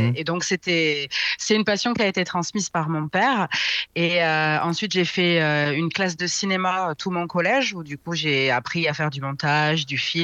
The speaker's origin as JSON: {"language": "French", "town": "Nice", "region": "Provence-Alpes-Côte d'Azur", "country": "France", "tie": "born or raised there", "also_born_or_lived": "Paris", "said": "Alors, je suis d'ici et d'ailleurs, en vrai, je suis parisienne de naissance. Ouais. Oh là là, dans le Gers. J'ai vécu la plupart du temps, enfin jusqu'à mes 22 ans, à Nice néanmoins"}